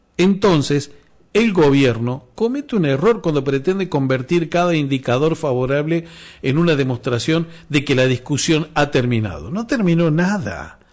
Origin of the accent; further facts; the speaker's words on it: Argentina; los argentinos, como el argentino común, vos, yo, los laburantes